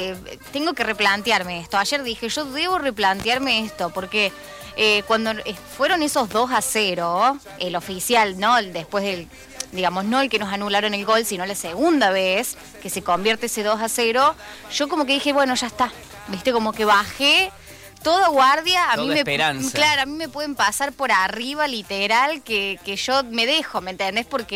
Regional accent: Argentina

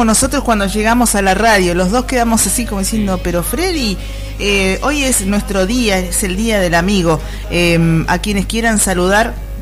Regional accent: Argentina; somos argentinos

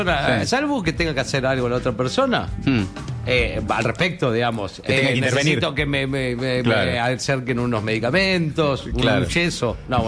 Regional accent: Buenos Aires, Argentina; Claro, vivimos toda la infancia acá a 4 cuadras, así 4 o 5 cuadras.

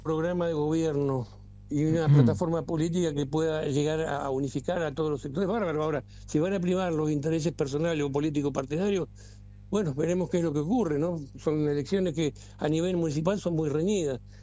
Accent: Ushuaia, Tierra del Fuego, Argentina

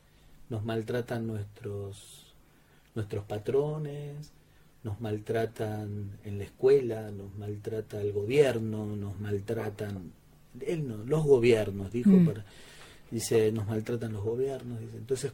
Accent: Argentina; Así que casi te estaba por responder como un argentino en el mundial, que somos lo más, que tenemos a Messi

